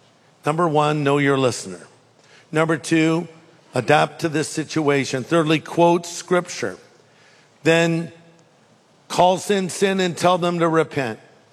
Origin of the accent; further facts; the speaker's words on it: California, United States; I'm not. I'm from California.